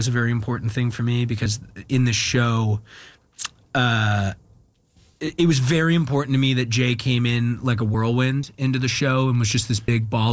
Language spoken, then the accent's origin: English; Alberta, Canada; You know, growing up in Alberta, obviously there's a lot of Newfoundlanders in Alberta because of the rigs and the oil